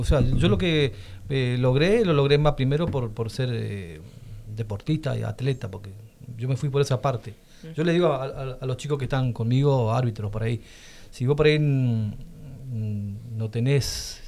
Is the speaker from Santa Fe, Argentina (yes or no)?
yes; Santa Fe, Argentina; es un orgullo para nosotros de acá del norte